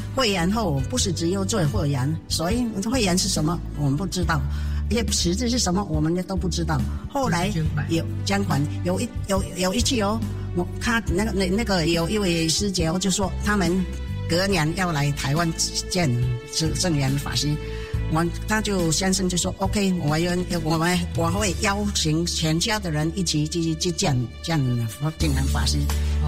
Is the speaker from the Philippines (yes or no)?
yes; Philippines; 我们是土生土长的菲律宾华侨。